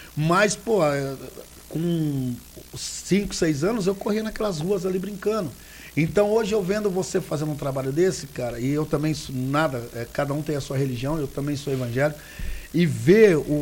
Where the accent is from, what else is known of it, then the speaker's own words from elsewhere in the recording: Brazil; born there; also born or lived in Birigui; E eu fui criado na Rua 2, no Morro Branco ali, onde tem o Danilo ali, o mercadinho do Danilo, aquela casa de esquina, um sobrado, ali era do meu tio, do meu pai, então eu fui criado ali.